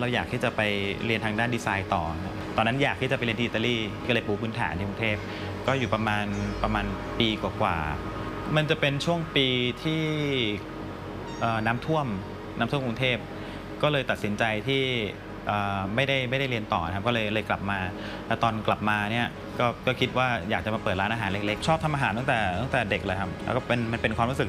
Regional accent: Songkhla, Thailand; ที่เราก็เติบโตมาในเมืองสงขลานะครับ

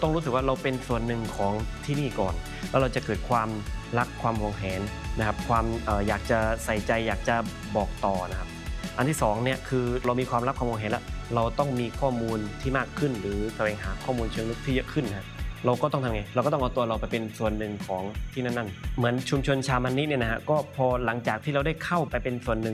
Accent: Satun, Thailand; ที่หลายๆการเปลี่ยนแปลงที่เกิดขึ้นในจังหวัดบ้านเกิดของเราเนี่ยมันเป็นไปในทางที่เราอยากได้เป็นนะแล้วเราก็เป็นส่วนหนึ่งของการเปลี่ยนแปลงนั้นๆนะครับเราเป็นตัวเล็กๆส่วนหนึ่งในการที่ทำให้สตูลได้เป็นอุทยานธรณีโลก

